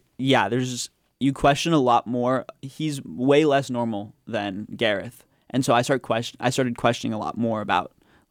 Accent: United States

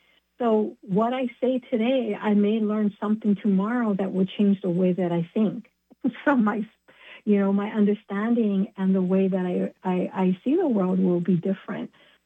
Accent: Hawaii, United States; now in Washington State, United States; I'm from Hawaii, and moving up here to Washington State, I didn't know what layering was when I first moved here.

